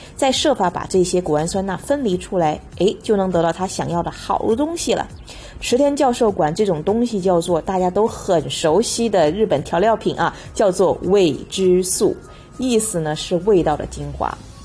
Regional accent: China; 我们中国人

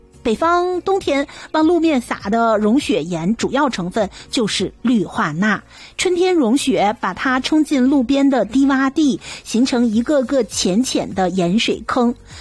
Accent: Canada; 这件事听起来像是咱们加拿大人在开玩笑

